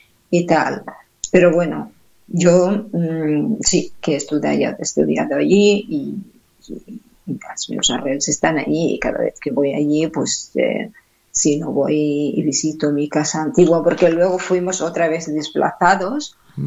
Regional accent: Nablus, West Bank, Palestine; Catalan is a second language; moved away as an adult; now in Catalonia, Spain; vaig néixer a Nablus

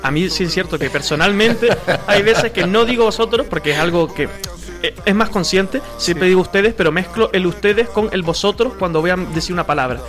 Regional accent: Canary Islands, Spain

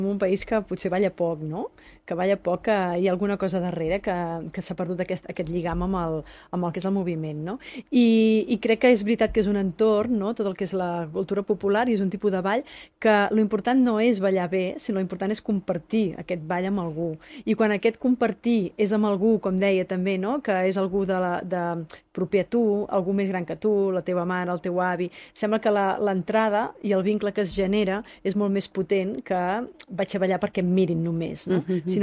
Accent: Terrassa, Catalonia, Spain; Clar, jo sóc terrassenca

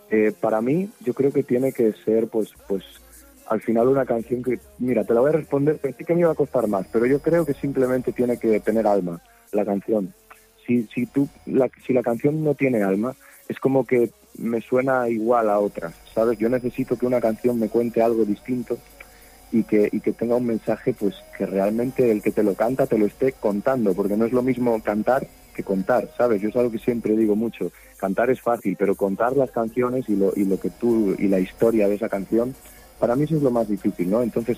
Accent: Galicia, Spain; Galicia, evidentemente estará en el mapa, que es mi tierra.

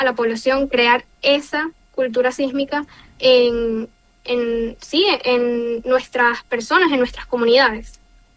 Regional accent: Venezuela

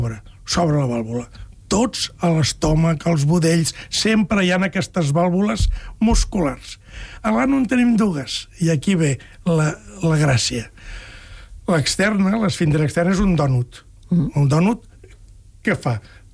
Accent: Catalonia, Spain; sóc de la Cerdanya jo, els pagesos del meu poble fa molts anys que em deien

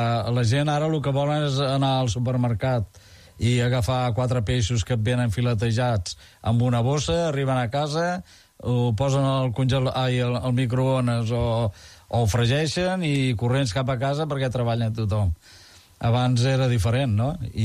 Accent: Tarragona, Catalonia, Spain; I tinc molt d'arraigo i molt de peu... Sobretot al meu barri, on vaig néixer, però també a la part alta

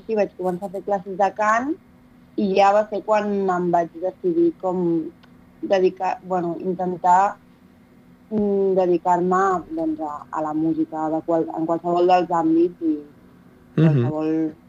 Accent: Terrassa, Catalonia, Spain; sóc de Terrassa i sóc cantant i artista emergent.

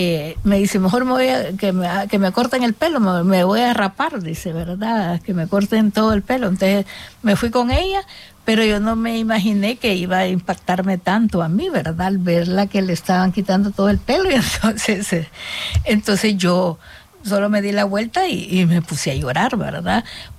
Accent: Honduras; now in United States; Claro, tenía muchas reacciones y entonces yo me fui de Honduras con hojas de guayaba.

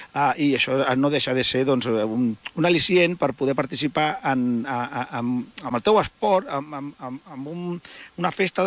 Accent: Rubí, Catalonia, Spain; pels que som de Rubí

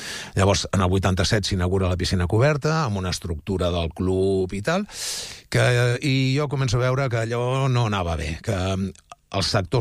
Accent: Mataró, Catalonia, Spain; nosaltres som de Mataró

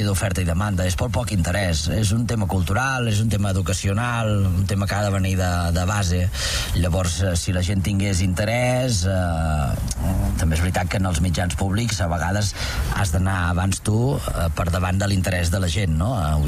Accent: Catalonia, Spain; som catalans

